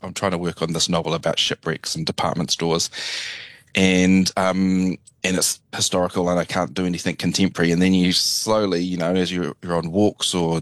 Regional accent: New Zealand; also born or lived in Brisbane, Australia / Edinburgh, United Kingdom; I lived in Brisbane for 3.5 years, and then I lived in Edinburgh, and I was away from New Zealand for 2 years in the Northern Hemisphere.

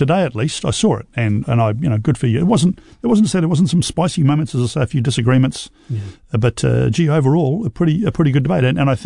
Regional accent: New Zealand; as a New Zealander, I thought, gee, I'm still living in a great country

